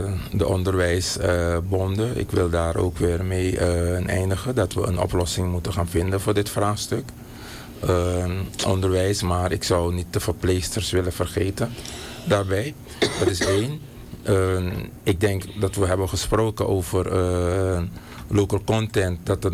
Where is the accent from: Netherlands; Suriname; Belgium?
Suriname